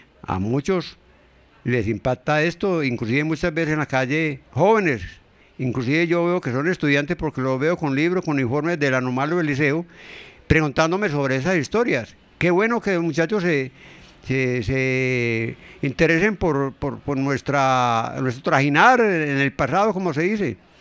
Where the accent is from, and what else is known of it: Amagá, Antioquia, Colombia; born or raised there